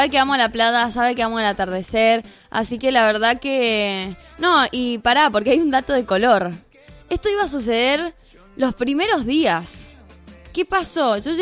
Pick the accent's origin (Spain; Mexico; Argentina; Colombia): Argentina